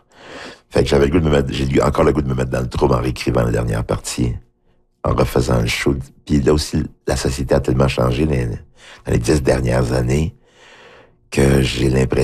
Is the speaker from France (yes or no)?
no; Haiti; Je dis, oui, je viens d'Haïti, mais je suis en Haïti, mais qu'est-ce que ça veut dire? C'est quoi? C'est quoi Haïti?